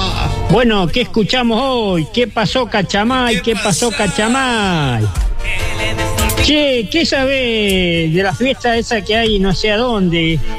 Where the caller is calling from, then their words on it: Puerto Madryn, Chubut, Argentina; de Puerto Madryn.